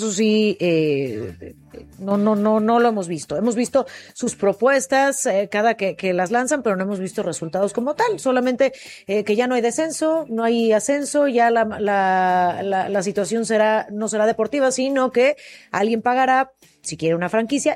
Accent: Tepatitlán, Jalisco, Mexico; now in Mexico City, Mexico; de pueblo, es más, ni siquiera de Guadalajara

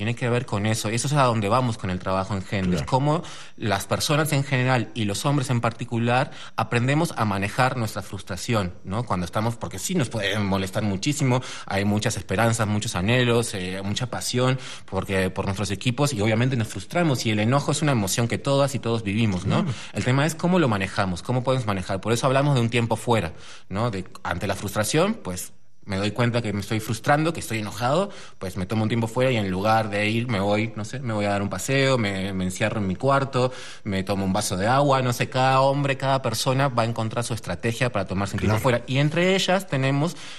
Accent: Uruguay; now in Mexico; cuando era niño, yo soy hincha de Peñarol, pues iba al estadio en Uruguay, como es un país muy chiquito

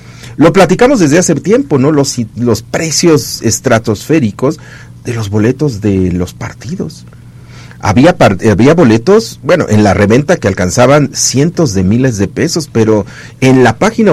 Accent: Mexico

